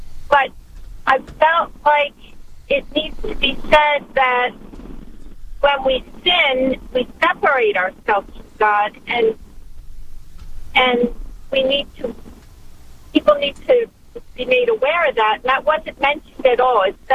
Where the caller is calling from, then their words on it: New Jersey, United States; Okay, I'm from New Jersey, but I'm driving to Pittsburgh to visit my son and his family.